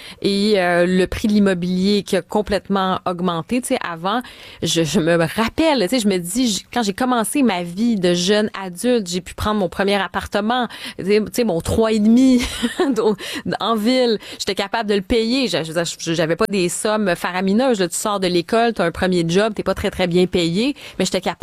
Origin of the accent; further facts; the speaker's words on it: Montreal, Quebec, Canada; born there; J'y habite. J'y suis née.